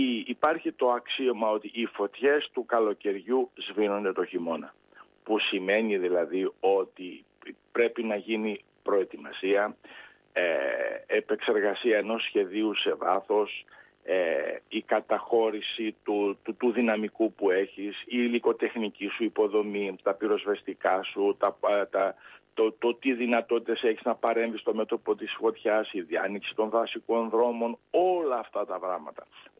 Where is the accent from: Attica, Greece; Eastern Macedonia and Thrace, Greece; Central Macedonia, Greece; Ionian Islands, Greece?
Eastern Macedonia and Thrace, Greece; Drama; εγώ είμαι από τη Δράμα